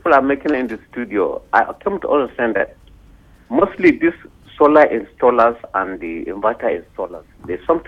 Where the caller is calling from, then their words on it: Ikorodu, Lagos, Nigeria; calling from Ikorodu.